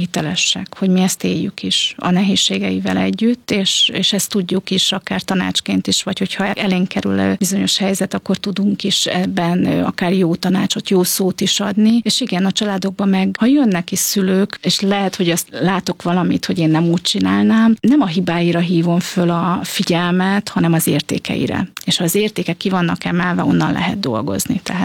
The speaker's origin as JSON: {"language": "Hungarian", "town": "Szeged", "region": "Csongrád-Csanád", "country": "Hungary", "tie": "born there", "said": "Igen, hát én Szegeden születtem"}